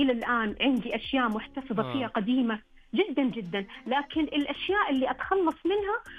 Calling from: southern Saudi Arabia, Saudi Arabia; أنا جنوبية

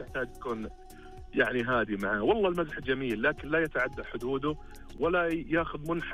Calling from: Ha'il, Ha'il Province, Saudi Arabia

